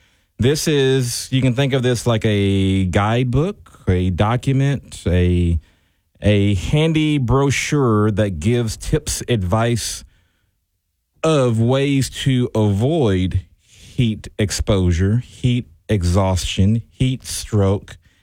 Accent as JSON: {"language": "English", "region": "Texas", "country": "United States", "said": "summertime heat is just a part of being a Texan"}